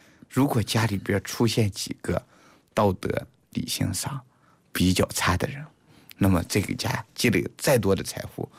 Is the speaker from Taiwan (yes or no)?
no; China; 就是我们中国人发现一个现象